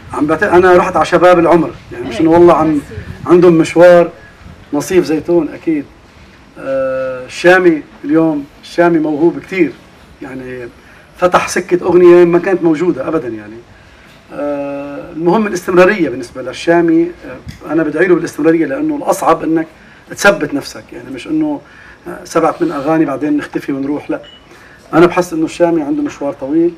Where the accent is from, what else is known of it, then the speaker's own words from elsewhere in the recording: Lebanon; انا مواطن لبناني، هذا بلدي، هذا انا الوطن النهائي إلي، انا بدي اعيش فيه انا واولادي واولاد اولادي